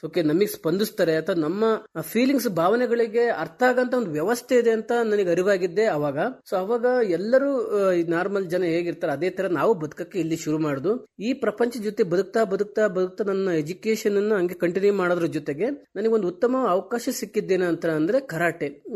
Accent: Karnataka, India; moved away; ನಾನು ಒಂದು ಕೃಷಿ ಕುಟುಂಬದಿಂದ ಬಂದಿದ್ದು. ಆ ಊರು ನೆಟ್ಟೇಕೆರಹಳ್ಳಿ ಅಂತೇಳಿ, ಒಂದು ಚಿಕ್ಕಮಗಳೂರು ನಿಯರ್ ಬೈ ಇರೋ ಅಂತ ಊರು.

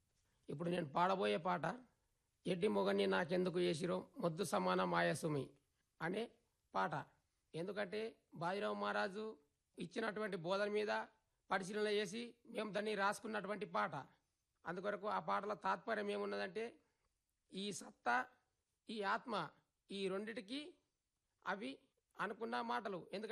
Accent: Makoda, Telangana, India; మా ఊరు మాకూడ, మండలం జైనత్, జిల్లా ఆదిలాబాద్.

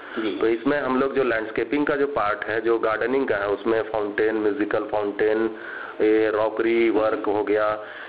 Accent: Bokaro, Jharkhand, India; now in Ranchi, India; हम तो बेसिकली बोकारो के रहने वाले हैं और अभी प्रॉपर रांची में ही रह रहे हैं।

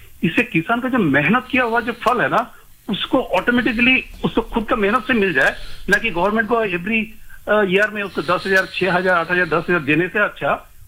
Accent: West Bengal, India; now in Thane, India; और मेरा native place है वेस्ट बंगाल, जहाँ से सिंगूर टाटा नैनो हुआ था.

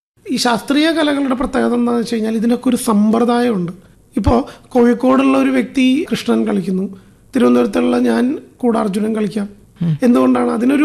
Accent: Irinjalakuda, Kerala, India; ഞാൻ ഇരിഞ്ഞാലക്കുടക്കാരനാണ്.

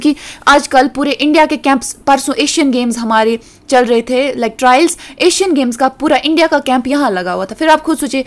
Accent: Trehgam, Jammu and Kashmir, India; अगर मैं त्रहगाम से हूँ, त्रहगाम से पहले कुपवाड़ा तक मुझे 30 रुपीज लगते

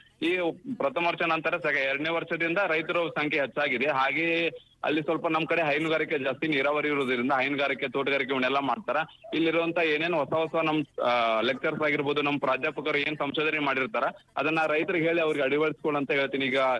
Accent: Hukkeri, Karnataka, India; ನಮ್ಮ ಊರಿನ ಸೈಡ್, ನಮ್ದು ಬೆಳಗಾವಿ ಜಿಲ್ಲಾ ಹುಕ್ಕೇರಿ ತಾಲೂಕು

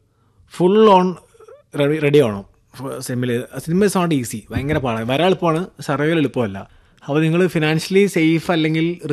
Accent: Malappuram, Kerala, India; moved away; നാട്ടിൽ മലപ്പുറത്ത്

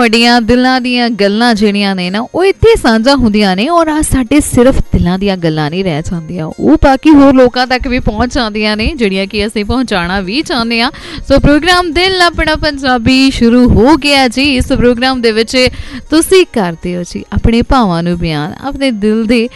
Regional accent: Punjab, India; accent: Doabi; ਅਸੀਂ ਦੁਆਬੇ ਵਾਲੀ ਸਾਈਡ ਰਹਿੰਦੇ ਹਾਂ ਦੁਆਬੀ ਭਾਸ਼ਾ ਬੋਲਦੇ ਹਾਂ

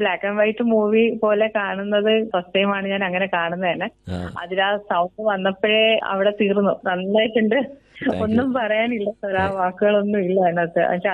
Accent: Kottayam, Kerala, India; Kottayam തലവലപ്പറമ്പ്.

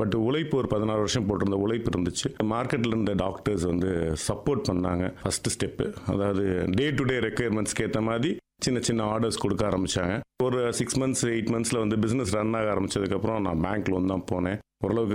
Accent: Madurai, Tamil Nadu, India; நான் இங்கே வெளியூருக்குலாம் போல, மதுரையில பிறந்து மதுரையில் வளர்ந்தேன், மதுரையில வேலை பார்த்தேன்.

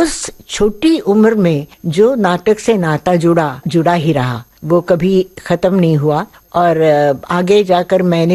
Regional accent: Lucknow, Uttar Pradesh, India; born there; Lucknow university के भी, और इसलिए लखनऊ में मेरी पैदाइश लखनऊ की है।

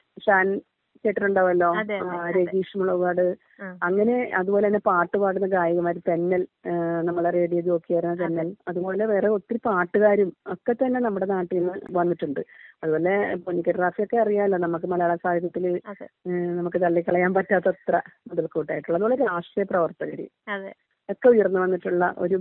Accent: Karunagappally, Kerala, India; now in Mulavukad, India; എന്റെ നാട് ശരിക്കും കരുനാഗപ്പള്ളിയാണ്. അപ്പൊ അവിടുന്ന് ഒത്തിരി വ്യത്യാസമാണ് ഇവിടെ വന്നപ്പോ നമുക്ക് കാണാൻ പറ്റിയത്.

